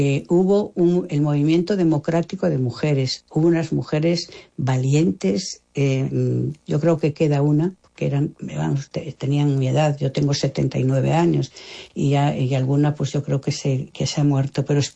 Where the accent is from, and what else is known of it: Vigo, Galicia, Spain; born there; now in Madrid, Spain